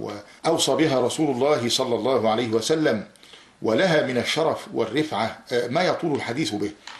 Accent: Egypt; أنا كمصري، هل هذا يتناقض مع كوني مسلما وكوني عربيا

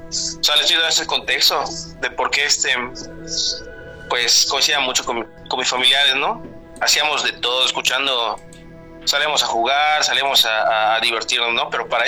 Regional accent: Mérida, Yucatán, Mexico

